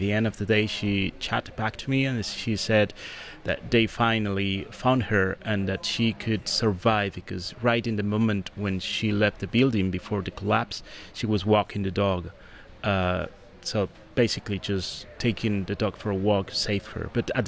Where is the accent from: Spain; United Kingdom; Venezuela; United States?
Venezuela; Caracas, Capital District; in my hometown, which is southwest Caracas.